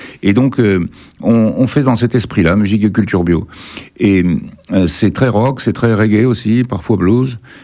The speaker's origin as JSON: {"language": "French", "town": "Paris", "region": "Île-de-France", "country": "France", "said": "Bon, donc je suis un Parisien expatrié dans le Sud-Ouest"}